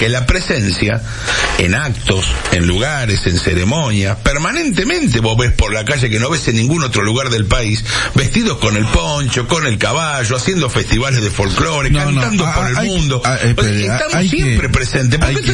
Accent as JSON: {"language": "Spanish", "region": "Buenos Aires", "country": "Argentina", "tie": "born or raised there", "moved": "as an adult", "said": "me crié, nací en San Telmo y en la ciudad autónoma de Buenos Aires, que vine acá a los 43 años"}